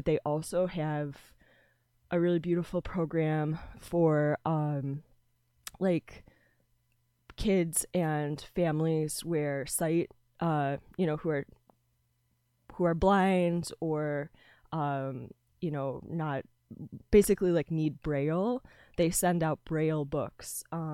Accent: Chicago, Illinois, United States; I'm from Chicago

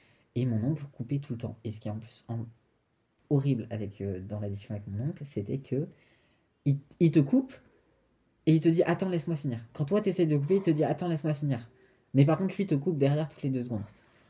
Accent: Réunion; J'arrivais pas à lui faire comprendre que oui, on est français, mais de nom, enfin, genre, et ça veut rien dire. Et c'est pas parce qu'on est français que La Réunion n'a pas sa propre culture

